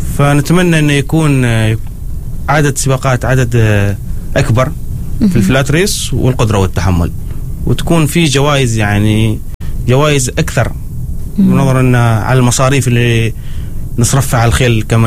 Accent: Oman; فالأشياء هذه ما متوفرة يمكن عندنا في عمان.

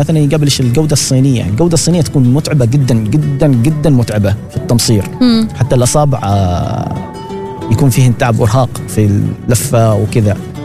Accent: Dhofar, Oman; نحن عندنا في محافظة الظفار

